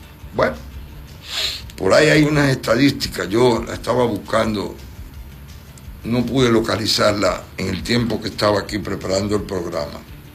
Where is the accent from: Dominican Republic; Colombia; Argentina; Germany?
Dominican Republic